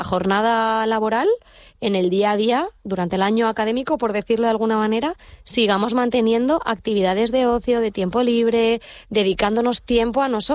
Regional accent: Madrid, Community of Madrid, Spain; now in Canary Islands, Spain; Yo vengo de Madrid, donde

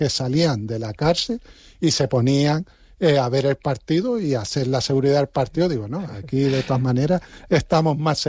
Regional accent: Arucas, Canary Islands, Spain; Yo, por ejemplo, yo soy de Arucas

